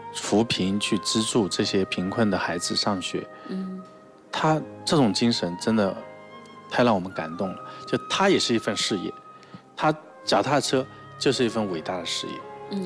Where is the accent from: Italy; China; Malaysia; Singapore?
China